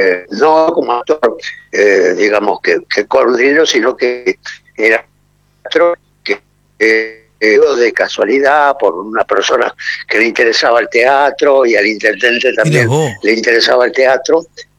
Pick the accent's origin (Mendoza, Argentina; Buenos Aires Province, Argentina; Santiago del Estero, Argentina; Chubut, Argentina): Buenos Aires Province, Argentina; Avellaneda; born there; Yo nací en Avellaneda, sí.